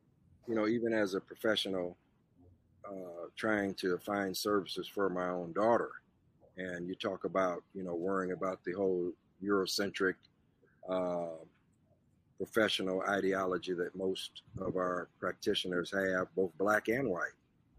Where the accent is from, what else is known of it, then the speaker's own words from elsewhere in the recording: Indiana, United States; moved away as an adult; I'm originally from Indiana, but when I came down here in 2019